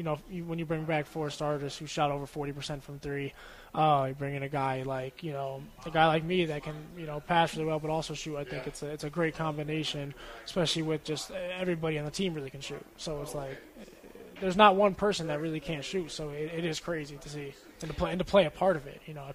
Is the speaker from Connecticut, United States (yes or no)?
yes; Connecticut, United States; moved away; So I'm from Connecticut.